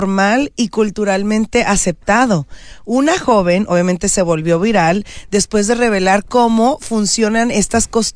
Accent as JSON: {"language": "Spanish", "country": "Mexico", "said": "especialmente siendo de Latinoamérica y siendo mexicana"}